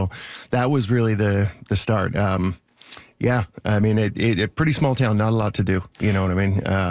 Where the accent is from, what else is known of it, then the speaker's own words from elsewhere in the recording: Toronto, Ontario, Canada; also born or lived in Norwood; So I moved, my dad lived there, and I moved from Toronto to Norwood to live with my dad and started going to high school there.